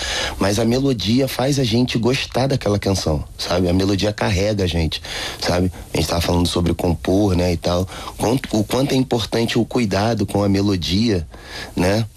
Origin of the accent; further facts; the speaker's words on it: Brazil; moved away; Até porque tem outros brasileiros aqui